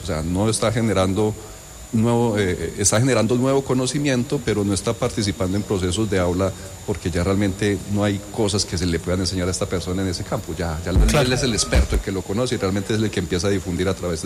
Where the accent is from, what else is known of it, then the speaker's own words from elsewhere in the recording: Pereira, Risaralda, Colombia; lo que somos como pereiranos